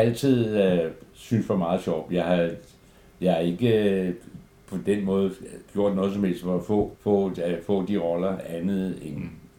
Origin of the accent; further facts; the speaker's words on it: Skovshoved, Capital Region of Denmark, Denmark; Jeg er jo selv fra Skorsode